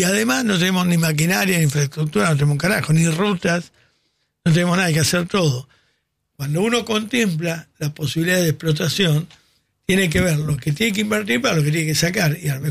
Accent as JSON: {"language": "Spanish", "country": "Argentina", "said": "sería una falta de respeto que alguien me diga, como el gobierno, que estoy, soy un mal argentino."}